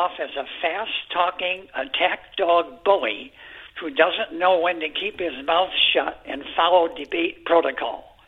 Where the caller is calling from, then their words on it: Donahue, Iowa, United States; I'm from Donahue.